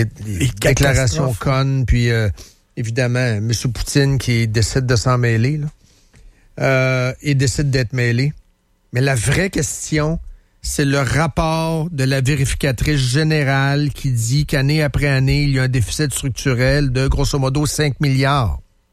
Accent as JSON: {"language": "French", "town": "Trois-Rivières", "region": "Quebec", "country": "Canada", "said": "Moi, je le sais. Je viens de Trois-Rivières. Ouais. Et je suis là pour les Québécois."}